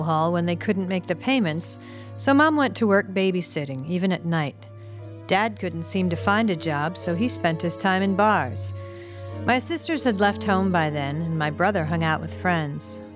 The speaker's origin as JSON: {"language": "English", "town": "Prince George", "region": "British Columbia", "country": "Canada", "tie": "born there", "said": "I was born in Canada, in Prince George, British Columbia, on December 16, 1951."}